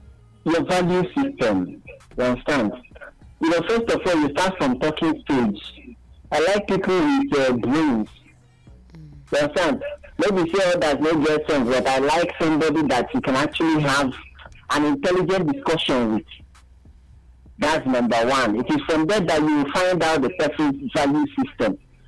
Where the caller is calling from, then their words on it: Abakaliki, Ebonyi, Nigeria; I'm calling from Abakaliki.